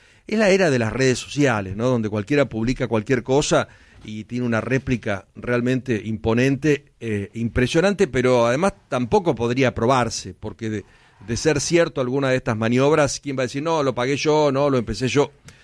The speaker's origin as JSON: {"language": "Spanish", "country": "Argentina", "said": "somos argentinos"}